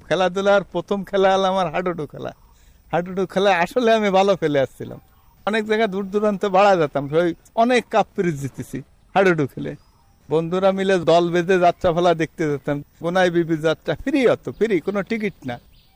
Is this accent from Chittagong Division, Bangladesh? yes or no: no; Bagerhat, Khulna Division, Bangladesh; আমাদের বাড়ি হলো বাগেরহাট ফকিরহাট উপজেলা বাহিরদিয়া গ্রাম।